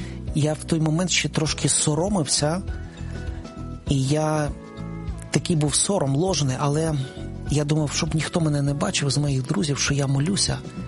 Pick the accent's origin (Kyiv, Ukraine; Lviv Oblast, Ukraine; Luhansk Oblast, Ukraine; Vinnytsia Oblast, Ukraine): Kyiv, Ukraine; я виріс на Троєщині, в Києві на Троєщині, і в нашому кінотеатрі показували фільм «Ісус».